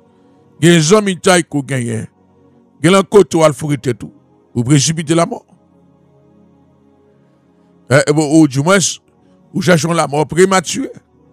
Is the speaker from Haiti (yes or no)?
yes; Haiti; Moi, je suis noir. Je suis haïtien, je suis noir.